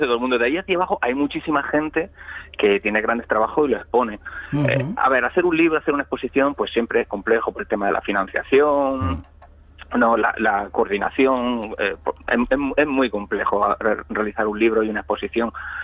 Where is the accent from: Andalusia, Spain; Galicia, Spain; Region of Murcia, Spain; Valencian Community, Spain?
Andalusia, Spain; Almería; Yo creo que soy el único de Almería